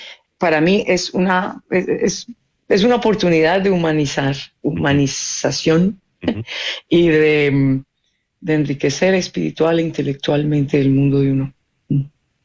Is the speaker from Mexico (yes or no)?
no; Cali, Valle del Cauca, Colombia; cerrando en mi ciudad natal, en Cali, de hecho, cerrando un festival coral, en Río Coral, en el año 2018.